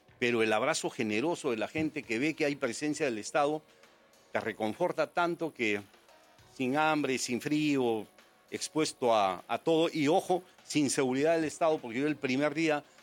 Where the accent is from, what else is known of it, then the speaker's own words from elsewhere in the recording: Valle de Sigo, Arequipa, Peru; En Arequipa, en mi pueblo, que es el Valle de Sigo.